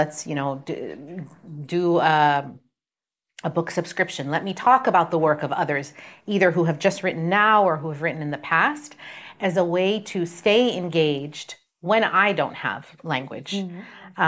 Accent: Palestine; being Palestinian is the honor of my life.

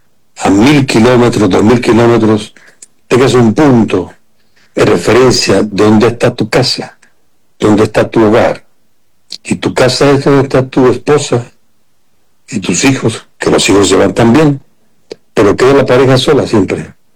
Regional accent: Venezuela; Y ahora, de verdad que estoy tan agradecido como venezolano.

